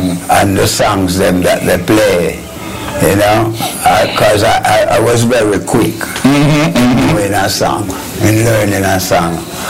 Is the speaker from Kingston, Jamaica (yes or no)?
yes; Kingston, Jamaica; Well, I born in Kingston, you know. Down in the west, Denhamtown.